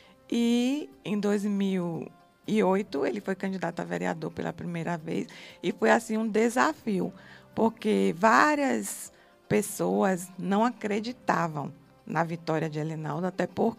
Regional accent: Camaçari, Bahia, Brazil; somos de Camaçari

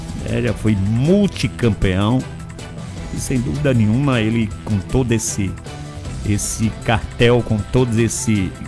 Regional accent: Brazil; a gente, como brasileiro, vai torcer sempre e quer sempre que o Brasil ganhe

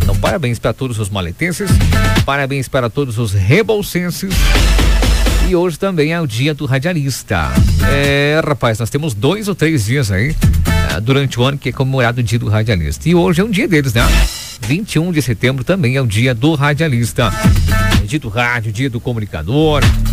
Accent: Rebouças, Paraná, Brazil; aniversário aí de Rebouças, a minha terra querida

